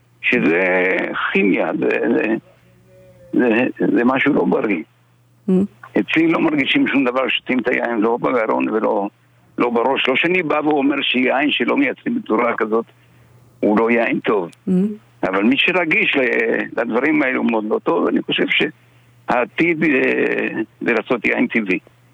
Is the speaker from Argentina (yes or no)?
yes; Argentina; now in Israel; אני מארגנטינה